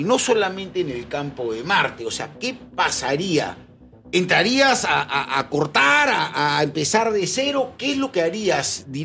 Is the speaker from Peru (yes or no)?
yes; Peru; como somos los peruanos, negocio para el ambulante